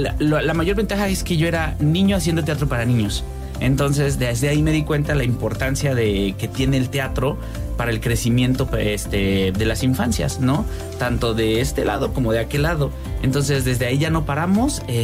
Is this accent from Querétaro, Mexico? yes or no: yes; Jalpan, Querétaro, Mexico; Yo soy de Jalpan. Sí, ahí crecí.